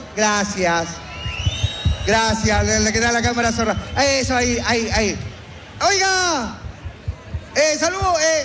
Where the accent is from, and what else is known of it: Chile